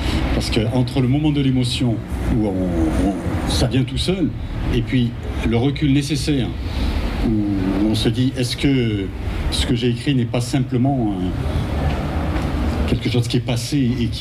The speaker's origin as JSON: {"language": "French", "town": "Rodez", "region": "Occitanie", "country": "France", "tie": "born there", "also_born_or_lived": "Sète", "said": "je suis né à Rodez et je vis à Rodez et à Sète."}